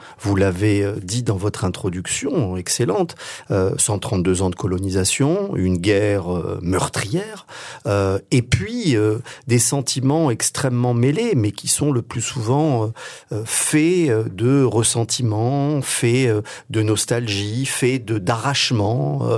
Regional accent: Paris, Île-de-France, France; born there; also born or lived in Algeria; Mon père est algérien, ma mère est française, je suis né à Paris, j'ai vécu en Algérie.

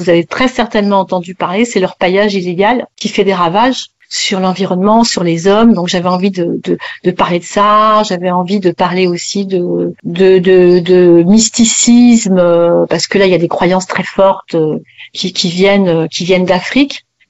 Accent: French Guiana; j'avais aussi beaucoup de choses à dire sur ce qui se passe chez moi en Guyane.

